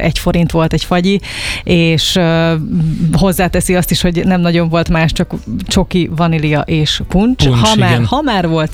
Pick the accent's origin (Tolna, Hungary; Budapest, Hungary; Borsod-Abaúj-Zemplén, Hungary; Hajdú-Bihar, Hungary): Tolna, Hungary; Decs; én pedig Decsről származom, a két települést egy falu választja el, Őcsény.